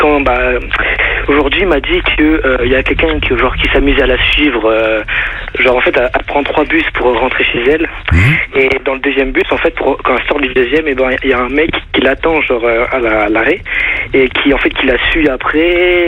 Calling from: Béziers, Occitanie, France; je suis pas de Paris, je suis de Béziers, moi.

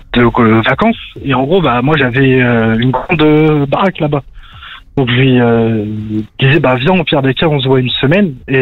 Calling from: Martigues, Provence-Alpes-Côte d'Azur, France; Ouais, là, je suis à Martigues.

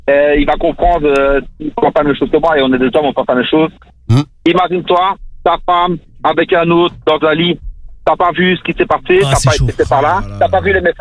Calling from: Liège, Wallonia, Belgium; Non, si, ça va, je suis belge.

